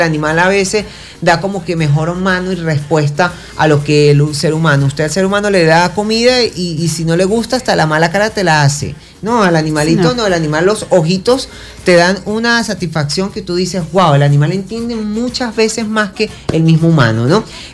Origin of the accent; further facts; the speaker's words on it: Venezuela; me independicé a los 17 años como buen venezolano que soy